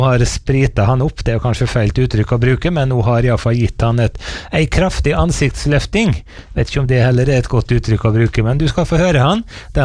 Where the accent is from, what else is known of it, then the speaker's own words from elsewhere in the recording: Eide, Møre og Romsdal, Norway; allerede som liten gutt på bedehuset hjemme på Eide på Nordmøre